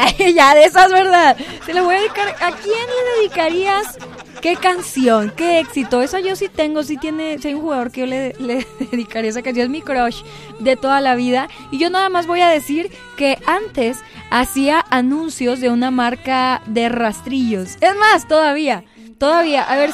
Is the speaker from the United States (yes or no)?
no; Mexico; así somos los mexicanos